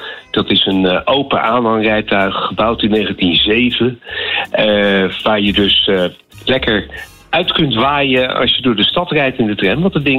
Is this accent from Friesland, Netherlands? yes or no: no; Rotterdam, South Holland, Netherlands; Ik ben ook Rotterdammer en ik hou ook van oude trams.